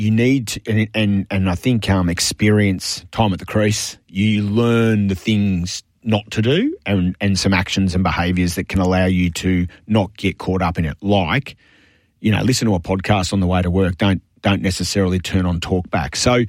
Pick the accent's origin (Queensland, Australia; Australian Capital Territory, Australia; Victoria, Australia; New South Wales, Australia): Australian Capital Territory, Australia; Canberra; I didn't grow up in Melbourne. I was born and raised in Canberra